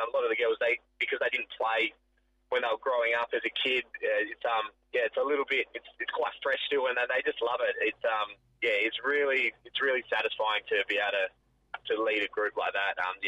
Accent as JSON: {"language": "English", "town": "Northampton", "region": "Western Australia", "country": "Australia", "tie": "born or raised there"}